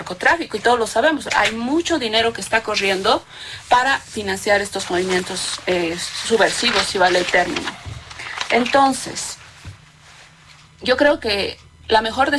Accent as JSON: {"language": "Spanish", "town": "El Alto", "region": "La Paz", "country": "Bolivia", "said": "yo soy del Alto"}